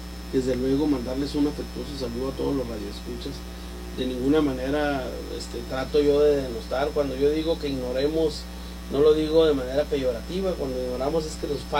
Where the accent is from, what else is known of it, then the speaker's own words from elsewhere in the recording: Ciudad Juárez, Chihuahua, Mexico; como juarenses, pues nos interesa mucho que le vaya bien a Juárez.